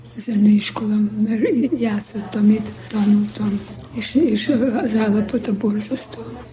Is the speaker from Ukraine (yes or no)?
yes; Berehove, Zakarpattia Oblast, Ukraine; now in Hungary; Itt születtem